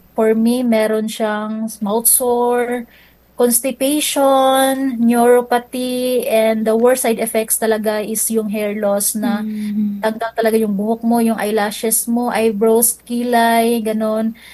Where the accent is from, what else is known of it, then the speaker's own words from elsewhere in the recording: Mindanao, Philippines; moved away as an adult; now in Manila, Philippines; I came from Mindanao po. Pumunta lang ako dito sa Maynila for medication